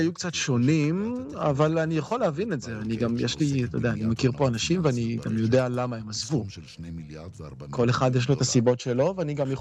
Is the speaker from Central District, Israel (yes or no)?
no; Kiryat Shmona, Northern District, Israel; moved away as an adult; now in Faro, Portugal; אני הייתי תושב קריית שמונה.